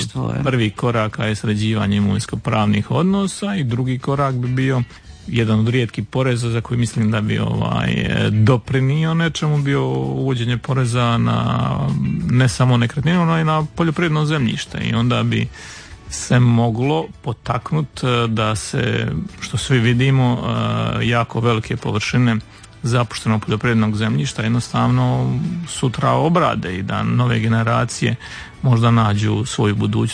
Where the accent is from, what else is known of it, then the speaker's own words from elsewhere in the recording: Dalmatia, Croatia; kod nas u Dalmaciji